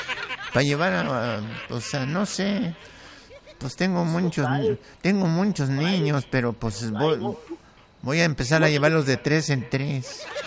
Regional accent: Tlaltenango, Zacatecas, Mexico; now in United States; nosotros los que somos de Tlaltenango

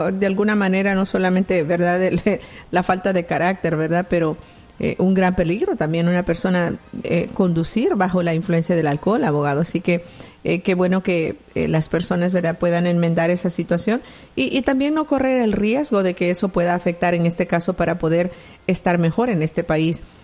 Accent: Mexico; Soy de México y nunca he salido.

